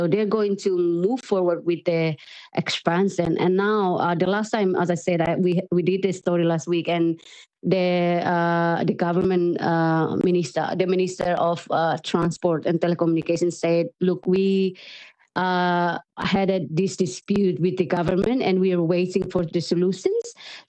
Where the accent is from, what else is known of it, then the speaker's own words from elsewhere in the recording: India; I was in my hometown, like 5 hours drive from Delhi.